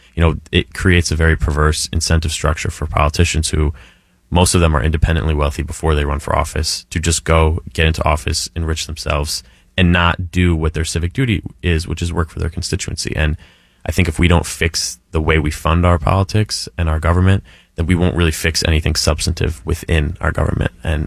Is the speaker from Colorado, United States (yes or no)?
no; East Northport, New York, United States; where I grew up in East Northport